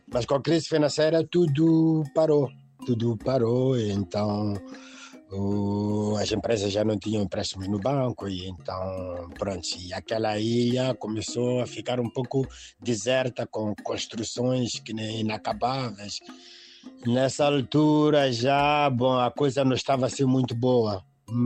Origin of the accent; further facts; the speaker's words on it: Maputo, Mozambique; moved away as an adult; now in France; eu sou da Mafalala, vivo no sul da França. O que é que me fez sair de Moçambique?